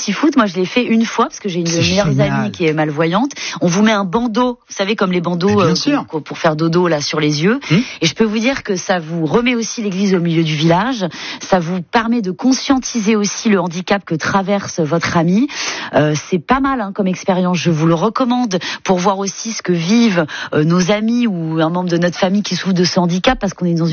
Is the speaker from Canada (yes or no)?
no; Brittany, France; Quand c'est froid, comme chez moi en Bretagne, une combi, et puis c'est parti, au Drazo.